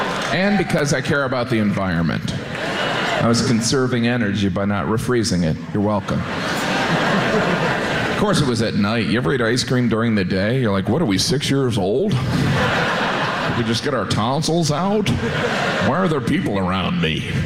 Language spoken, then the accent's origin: English; United States; I finished it because I'm American, all right?